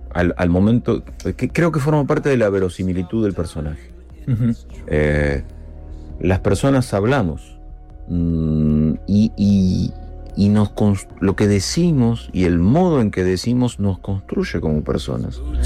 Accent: Argentina

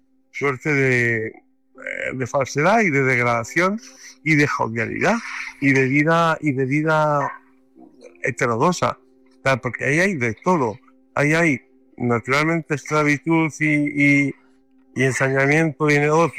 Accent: Alcalá de Henares, Community of Madrid, Spain; now in Madrid, Spain; Yo crecí en Alcalá de Henares

